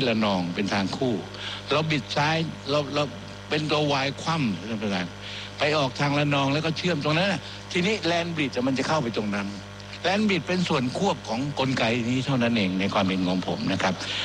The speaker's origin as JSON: {"language": "Thai", "region": "Southern Thailand", "country": "Thailand", "said": "ผมเป็นคนภาคใต้"}